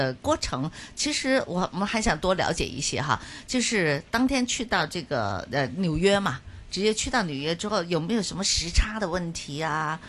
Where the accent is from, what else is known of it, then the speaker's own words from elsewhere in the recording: Hong Kong; 我们作为香港人，我们都感觉非常的自豪，真的是非常的自豪啊。